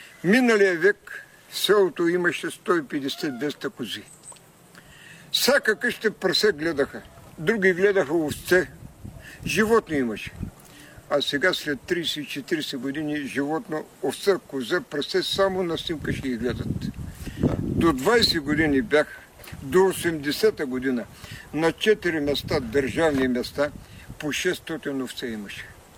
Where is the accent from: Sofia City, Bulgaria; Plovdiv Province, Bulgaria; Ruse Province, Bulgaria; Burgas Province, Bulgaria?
Burgas Province, Bulgaria; Velika; born there; 26 януари 57 година. Тук съм роден във Велика.